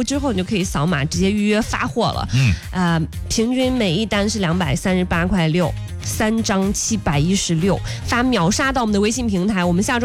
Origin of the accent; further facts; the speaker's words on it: Henan, China; 我们河南人还挺会做